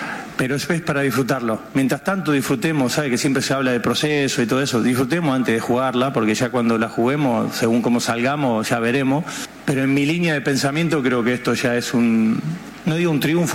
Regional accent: Argentina

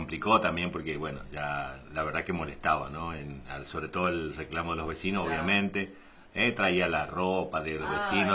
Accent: Chaco, Argentina; also born or lived in Presidencia Roque Sáenz Peña, Argentina

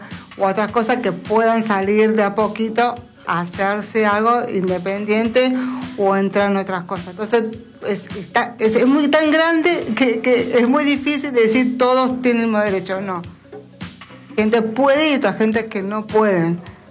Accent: Buenos Aires, Argentina; Sí, pero yo soy de CABA.

